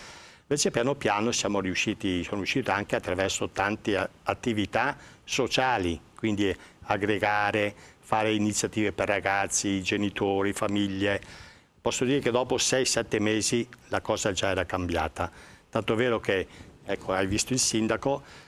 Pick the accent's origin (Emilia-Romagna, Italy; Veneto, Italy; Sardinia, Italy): Sardinia, Italy; Bono; now in Bergamo, Italy; ho fatto un gemellaggio con il Bono Sardegna, il mio paese, un pullman siamo andati noi a Bergamo, da lì, e un pullman di Bergamo, il mio paese, sono stati ospitati dai ragazzi, dalle famiglie della Sardegna